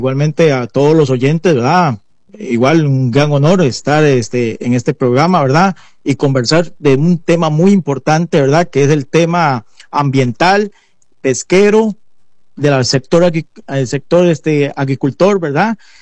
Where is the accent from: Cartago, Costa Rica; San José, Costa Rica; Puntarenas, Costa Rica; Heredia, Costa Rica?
Puntarenas, Costa Rica; Barranca; soy nacido en Barranca, Punta Arenas. Mi primaria fue en la escuela Augusto Colombari Chicoli, que queda aquí en el centro de Barranca, Punta Arenas. Ahí salí en el año 99. En el 2000 entré al Liceo Diurno Esparza